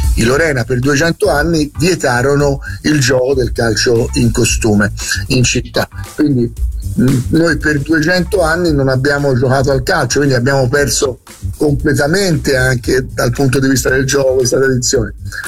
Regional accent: Florence, Tuscany, Italy; siamo fiorentini e non siamo senesi.

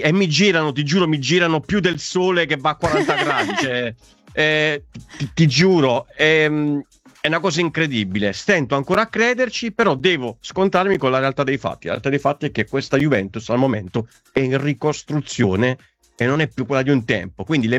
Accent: Southern Italy, Italy; Non ti do gli auguri, perché da buon terrone ti dico porta male

